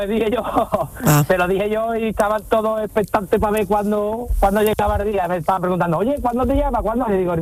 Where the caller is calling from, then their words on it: Chiclana de la Frontera, Andalusia, Spain; yo ahora mismo estoy en Chiclana